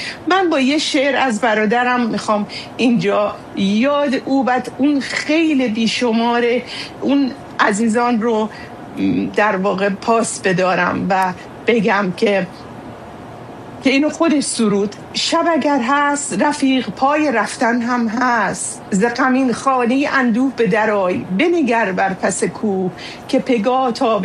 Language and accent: Persian; Iran; born there; moved away; در کشوری که زادگاهمون بود، در کشوری که دوستش میداشتیم